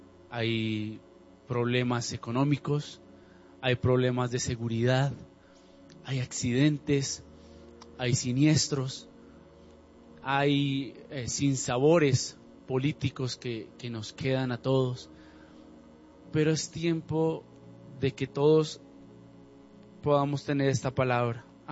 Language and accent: Spanish; Colombia; No, Padre, dependemos como colombianos de ti. La provisión la traes tú, Señor. Padre, hoy creemos, Padre, que la economía de nuestra nación depende de ti.